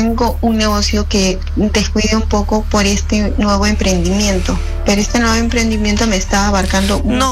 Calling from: Lima, Peru; De Lima, de San Borja.

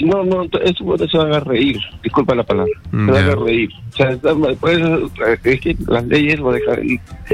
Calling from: Lima, Peru; de Barranco.

